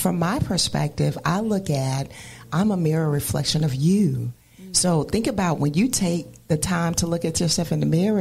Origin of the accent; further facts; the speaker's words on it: Atlanta, Georgia, United States; moved away; And I hail originally from Atlanta, Georgia.